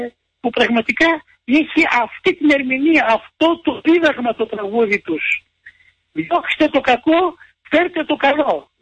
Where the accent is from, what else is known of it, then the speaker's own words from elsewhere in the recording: Pentapoli, Central Macedonia, Greece; όταν ήμουν μικρό στην Πεντάπολη